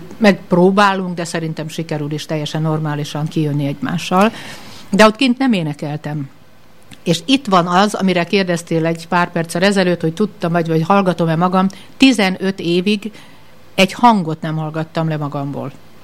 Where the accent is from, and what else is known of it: Hungary; now in Germany